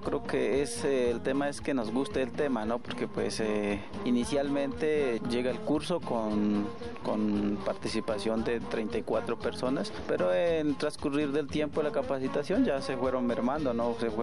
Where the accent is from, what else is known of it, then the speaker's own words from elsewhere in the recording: Colombia; yo soy del área de Loma Pueblito